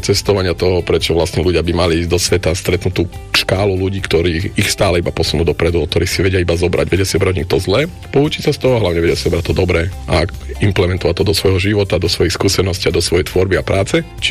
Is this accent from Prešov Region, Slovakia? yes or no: yes; Poprad, Prešov Region, Slovakia; moved away as an adult; now in Senec District, Slovakia